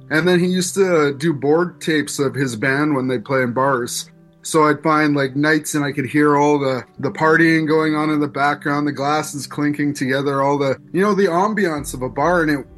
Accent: Red Deer, Alberta, Canada; also born or lived in Regina, Saskatchewan; I was born in Regina, Saskatchewan. I grew up in Red Deer, Alberta, but my Indigenous family is from Kawasis First Nation. I come from a biracial background, so my mom is English and my dad is Ojibwe from Kawasis First Nation

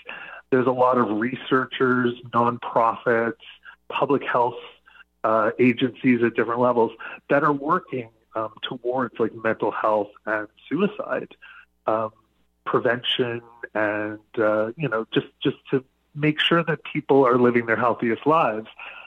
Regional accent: Sydney, Nova Scotia, Canada; now in Saint John, Canada; my hometown of Sydney, Nova Scotia

